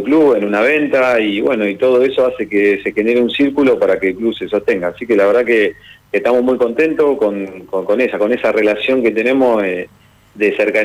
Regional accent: Balcarce, Buenos Aires Province, Argentina; moved away; also born or lived in Mar del Plata; Sí, yo soy un producto del fútbol de Mar del Plata. Vengo de Balcarce

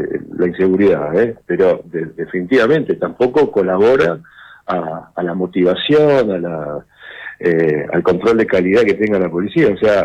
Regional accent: Argentina; bueno, pará, nosotros somos argentinos, pagamos los impuestos

